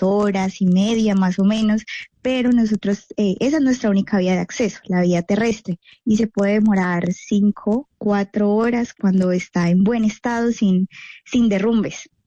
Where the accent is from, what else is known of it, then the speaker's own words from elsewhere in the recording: San José del Palmar, Chocó, Colombia; moved away as an adult; also born or lived in Huila; now in Cartago, Colombia; Yo nací en el Huila, sin embargo fui llevada de 30 meses y yo me crié allá en San José del Palmar, estudié allá.